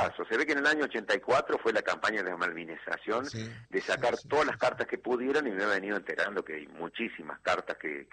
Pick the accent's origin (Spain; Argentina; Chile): Argentina